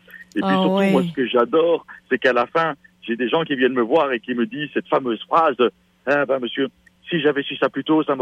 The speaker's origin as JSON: {"language": "French", "region": "Quebec", "country": "Canada", "said": "parce que tu peux entendre à mon accent que je suis québécois"}